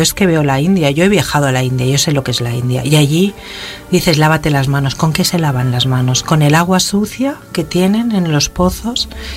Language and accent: Spanish; Catalonia, Spain; Yo soy europea y me considero, yo soy española, soy catalana, pero yo soy ciudadana del mundo